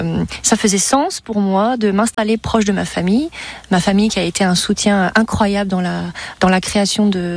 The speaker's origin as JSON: {"language": "French", "town": "Vivier-au-Court", "region": "Grand Est", "country": "France", "tie": "born or raised there", "moved": "yes", "said": "moi j'ai grandi à Vivy-au-Court, donc pas très loin d'ici. Et puis après, je suis pas mal partie, mais ma famille est restée dans les Ardennes."}